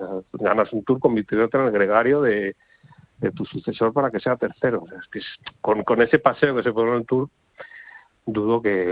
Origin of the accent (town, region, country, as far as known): Segovia, Castile and León, Spain; born or raised there